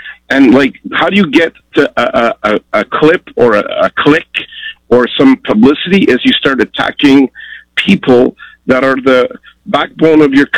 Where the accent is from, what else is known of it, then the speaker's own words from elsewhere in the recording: Canada; And as a Canadian, I was proud of your country to produce all these amazing things.